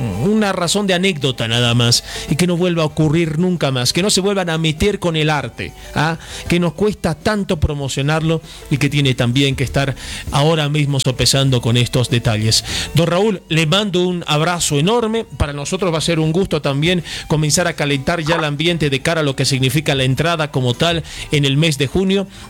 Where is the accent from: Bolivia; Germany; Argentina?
Bolivia; nos apena mucho que no nos colaboremos como bolivianos